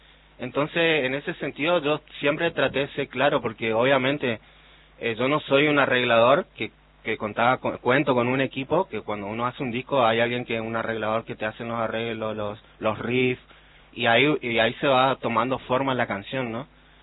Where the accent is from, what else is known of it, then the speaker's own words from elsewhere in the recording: Resistencia, Chaco, Argentina; soy de acá, de Resistencia.